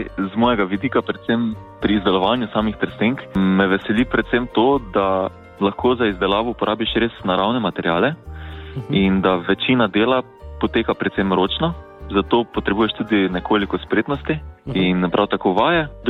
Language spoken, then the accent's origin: Slovenian; Cirkulane, Podravska, Slovenia; sem dijak tretjega letnika Srednje lesarske in gozdarske šole v Mariboru, prihajam iz Cirkulan. In sem ponosen haložan.